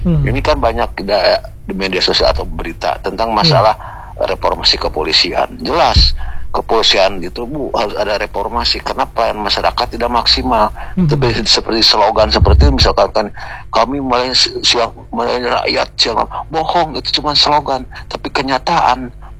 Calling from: Bandung, West Java, Indonesia; Saya dari Jawa Barat nih ya. Begini dari Bandung Timur.

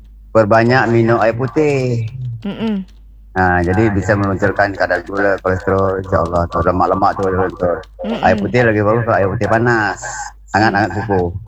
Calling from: Riau Islands, Indonesia; Kami di 11 RW 06, Kelurahan Penelepok, Kecamatan Bintan Umur, Kabupaten Bintan

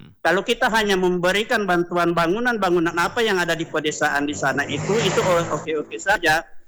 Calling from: Central Sulawesi, Indonesia; karena memang saya orang Palele Barat.

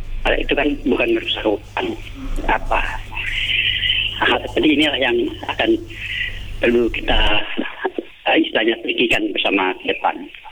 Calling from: West Kalimantan, Indonesia; Contohnya kampung kami, Kalanong, Kelabung, Gata, di Desa Upe, Tumpunan Boti.

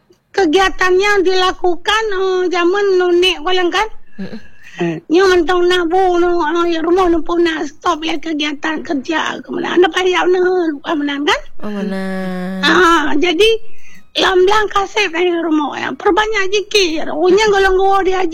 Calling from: Aceh, Indonesia; kita orang Aceh ya.

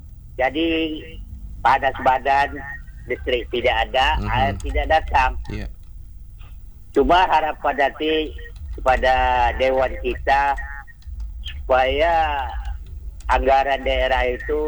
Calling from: Tanjung Pinang, Riau Islands, Indonesia

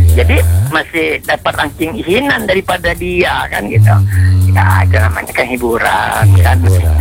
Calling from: Lampung, Indonesia; kita orang Lampung ya

